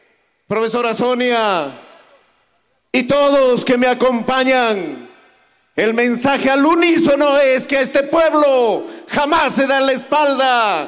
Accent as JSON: {"language": "Spanish", "town": "Tacabamba", "region": "Cajamarca", "country": "Peru", "said": "en Chota, mi tierra, soy tacabambino a mucha honra"}